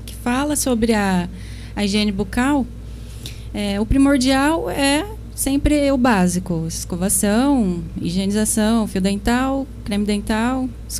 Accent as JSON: {"language": "Portuguese", "town": "Itaiaçu", "country": "Brazil", "tie": "born or raised there", "moved": "as an adult", "lives_now": "Monte Alto, Brazil", "said": "Isso, sou de Itaiaçu, nascida e criada lá."}